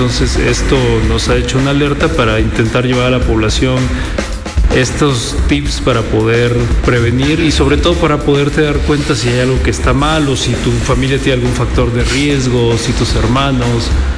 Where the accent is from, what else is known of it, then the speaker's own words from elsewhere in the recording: Mexico; now in Loja, Ecuador; Yo soy mexicano.